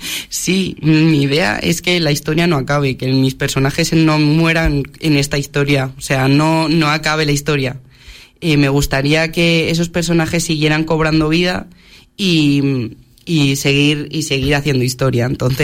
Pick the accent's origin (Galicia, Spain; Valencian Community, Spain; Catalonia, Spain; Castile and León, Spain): Castile and León, Spain; Pedrajas de San Esteban; born there; now in Medina del Campo, Spain; yo soy de Pedrajas de San Esteban, no soy nacida aquí, uh-huh, y he vivido allí muchos años.